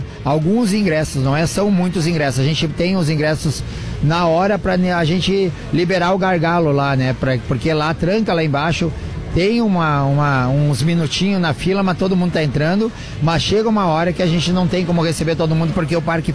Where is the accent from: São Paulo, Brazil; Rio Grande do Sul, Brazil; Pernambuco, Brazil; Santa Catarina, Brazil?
Rio Grande do Sul, Brazil; A gente é gaúcho de coração, de sangue, de tudo, não deixa de ser gaúcho por não estar pilchado.